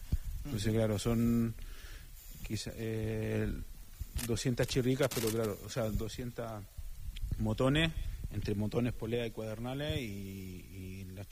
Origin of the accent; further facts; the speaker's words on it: Calbuco, Los Lagos, Chile; now in Spain; Sí, sí, yo soy de Chile, de la décima región, región de los Lagos, en Calbuco, de ahí soy.